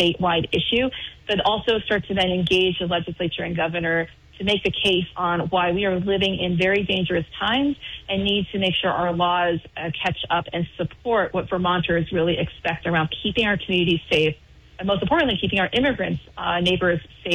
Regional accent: Barrie, Ontario, Canada; when I served alongside Peter Anthony from my hometown of Barrie

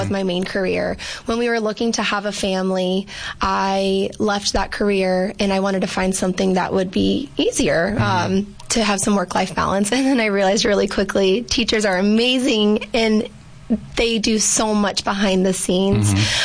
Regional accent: Virginia, United States; also born or lived in El Paso, Texas; I'm originally from El Paso, Texas. Okay, I've heard of that one. Yeah. But growing up, we moved quite a bit. So what feels like home is the Northern Virginia area.

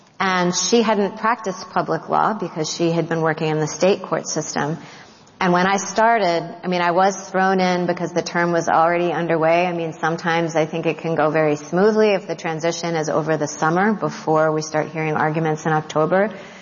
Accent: New Orleans, Louisiana, United States; born there; I mean, I was born in New Orleans. I'm not used to the cold weather

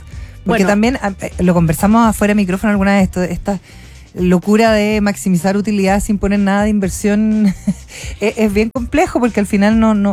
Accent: Chile; como chilenas, como chilenos de nuestro país

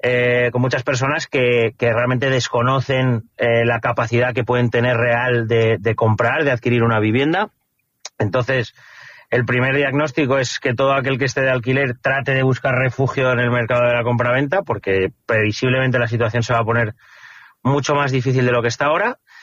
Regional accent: Madrid, Community of Madrid, Spain; born there; now in Calatayud, Spain; Yo no soy de Calatayud, originario de Calatayud. Sí que tenía familia y yo realmente he nacido en Madrid. Llevo aquí aproximadamente pues casi 10 años

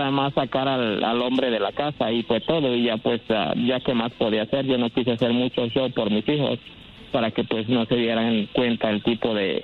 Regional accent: Nuevo León, Mexico; No, yo soy de Nuevo León.

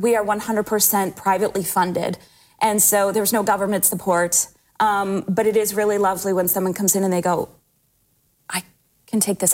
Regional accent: Buffalo, New York, United States; moved away; also born or lived in Toledo; I grew up in Buffalo, New York. So I love the four seasons.

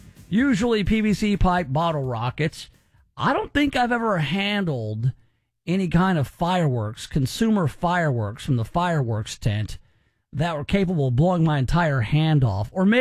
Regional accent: Gulf Coast, United States; Listen, I grew up on the Gulf Coast every summer, and we were unsupervised.

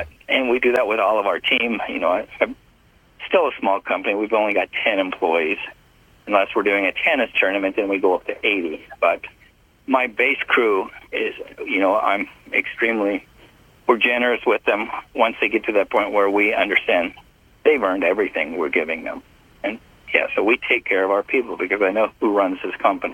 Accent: Bakersfield, California, United States; born there; No, because I was born out here. I was born in Bakersfield.

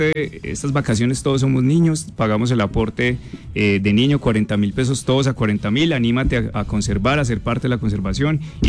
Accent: Pereira, Risaralda, Colombia; somos todos los pereiranos los dueños de Ucumarí.

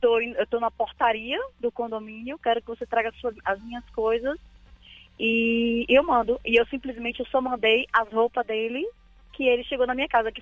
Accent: Bahia, Brazil; Que eu sou baiana, sou da Bahia.

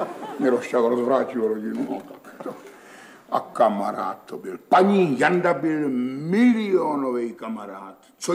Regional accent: Brno, South Moravian Region, Czechia; born or raised there

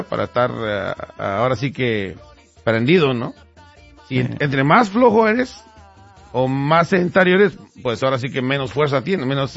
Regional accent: Mexico; now in United States; yo vine de México...

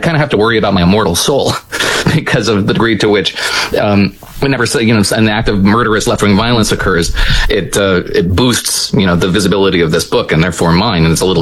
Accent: New Jersey, United States; So my roots are set deep in Western New Jersey soil

